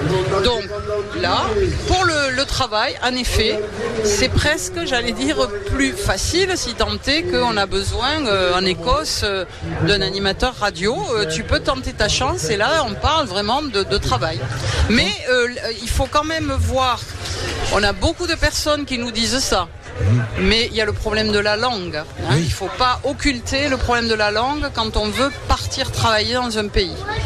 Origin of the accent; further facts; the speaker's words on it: France; Bon, nous, on est français, il y en a un peu partout